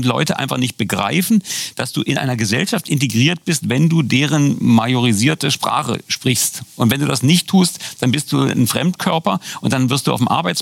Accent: Berlin, Germany; Auch wir Berliner werden uns Mühe geben, das nicht nur in Mundart zu machen.

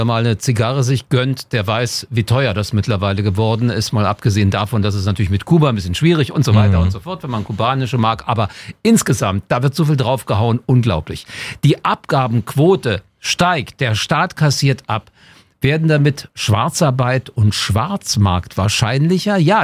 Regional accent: Berlin, Germany; Ich bin in West-Berlin aufgewachsen

